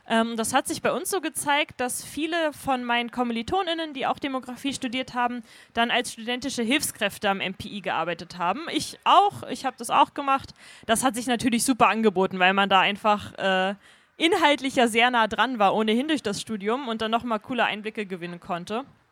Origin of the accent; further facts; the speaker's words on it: Rostock, Mecklenburg-Vorpommern, Germany; Genau, ich komme aus Rostock, auch ursprünglich born and raised quasi. Ich war zwischendurch mal ein Jahr weg während der Schulzeit im Ausland